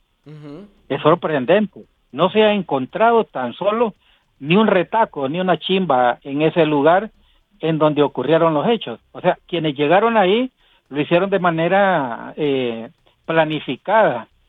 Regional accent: Colón, Honduras; yo soy del departamento de Colón, nací el 62

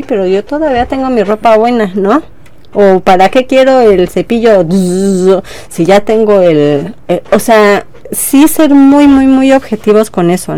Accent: State of Mexico, Mexico; de donde vengo, que es del Estado de México.

